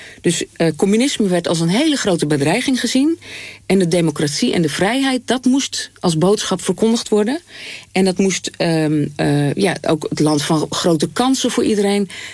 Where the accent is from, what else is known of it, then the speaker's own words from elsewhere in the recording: Netherlands; Hebben wij als Nederlanders ook nog mee te maken gehad.